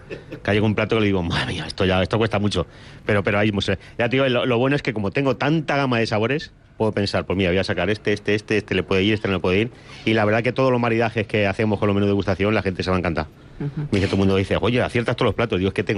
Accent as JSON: {"language": "Spanish", "town": "Noblejas", "region": "Castilla-La Mancha", "country": "Spain", "tie": "born or raised there", "said": "yo pongo un vino de mi pueblo, de Nolejas"}